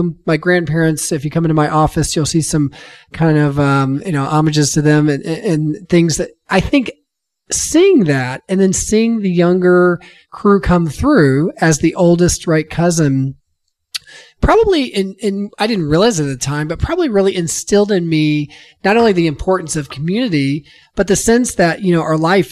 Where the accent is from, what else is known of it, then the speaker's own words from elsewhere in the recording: United States; also born or lived in Indianapolis, Indiana; my wife and I grew up on the West Side. I was born in Indianapolis, where my mom's family is from, but grew up here most of my life.